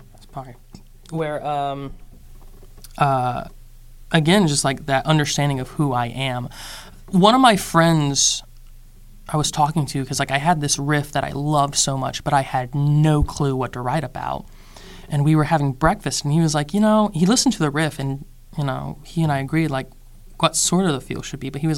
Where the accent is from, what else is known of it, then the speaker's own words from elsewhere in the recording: South Carolina, United States; now in New York, United States; South Carolina, and funny enough, I moved back to New York because I have more friends there than in my hometown